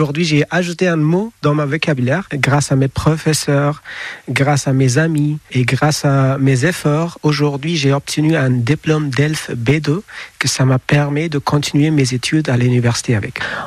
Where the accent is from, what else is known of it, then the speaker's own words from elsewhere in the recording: Afghanistan; French is a second language; moved away as an adult; now in Périgueux, France; je suis un Afghan. Ça fait plus de 4 ans que je suis en France et ça fait plus de 4 ans que je suis directement en Périgueux.